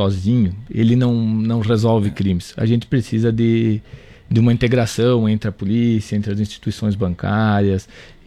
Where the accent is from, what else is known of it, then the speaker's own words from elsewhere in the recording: Erechim, Rio Grande do Sul, Brazil; Ela é moradora da cidade de onde eu nasci, onde eu me criei.